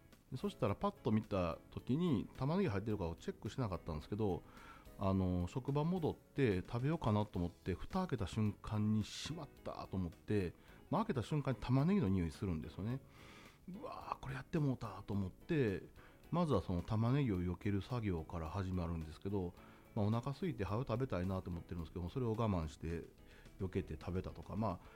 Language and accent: Japanese; Osaka, Japan; 私大阪出身なんで、